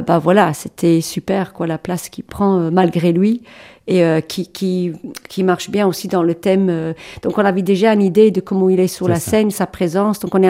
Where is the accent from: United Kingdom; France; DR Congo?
United Kingdom; England; French is a second language; moi je suis anglaise, donc à la base